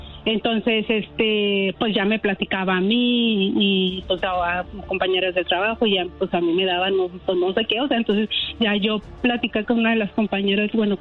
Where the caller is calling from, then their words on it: Denver, Colorado, United States; De Denver, Colorado.